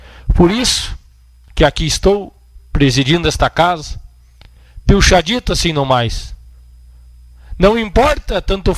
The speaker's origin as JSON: {"language": "Portuguese", "region": "Rio Grande do Sul", "country": "Brazil", "said": "sou brasileiro, mas não antes de ser gaúcho."}